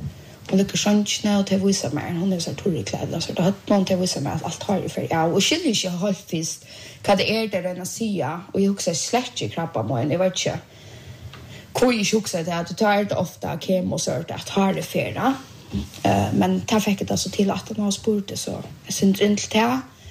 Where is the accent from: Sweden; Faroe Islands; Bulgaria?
Bulgaria; Swedish is a second language